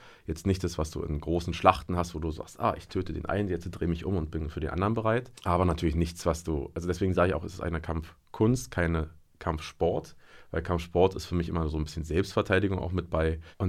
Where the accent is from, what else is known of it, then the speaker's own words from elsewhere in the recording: Brandenburg, Germany; now in Jena, Germany; Ich komme jetzt nicht aus Jena, sondern halt aus einer Kleinstadt in Brandenburg an der Oder.